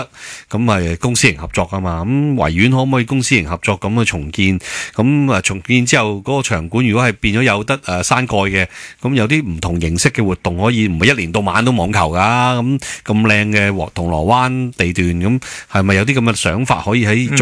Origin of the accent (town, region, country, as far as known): Hong Kong